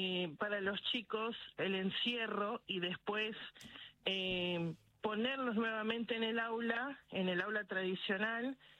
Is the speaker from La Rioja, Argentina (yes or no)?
no; Misiones, Argentina; now in Buenos Aires, Argentina; Yo soy de Misiones.